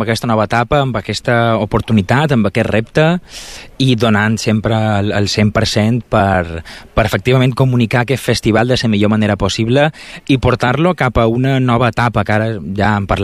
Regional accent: Palma, Balearic Islands, Spain; jo som de Palma de Mallorca i sempre he tingut aquesta vocació cap a cinema, no?

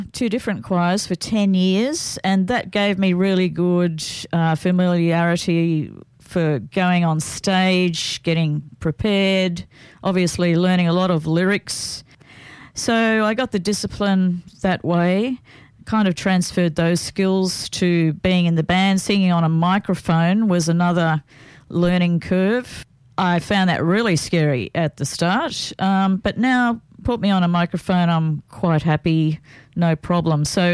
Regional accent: Townsville, Queensland, Australia; When I was growing up in Townsville, we had an old Queenslander house

